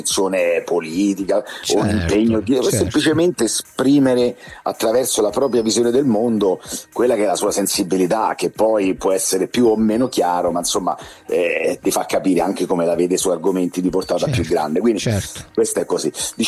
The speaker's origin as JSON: {"language": "Italian", "country": "Jamaica", "said": "intendo tutta la musica che proviene dalla Giamaica. È la mia terra"}